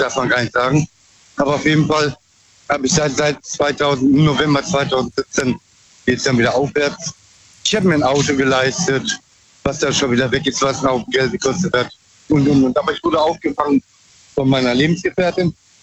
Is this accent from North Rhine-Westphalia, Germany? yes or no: no; Bruchsal, Baden-Württemberg, Germany; Ich komme aus Bruchsal.